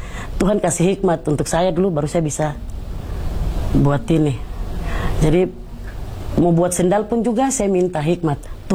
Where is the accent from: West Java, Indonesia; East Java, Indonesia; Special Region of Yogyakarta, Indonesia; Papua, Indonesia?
Papua, Indonesia; Dan saya rasa bahwa mahkota-mahkota ini sangat berharga sekali untuk kami orang Papua.